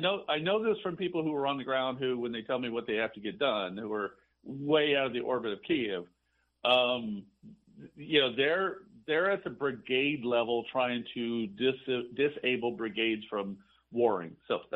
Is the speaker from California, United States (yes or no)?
no; Houston, Texas, United States; It's very much like I grew up in Houston dealing with hurricanes.